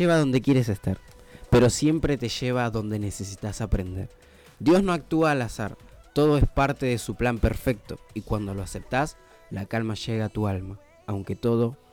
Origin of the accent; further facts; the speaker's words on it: Argentina; somos argentinos.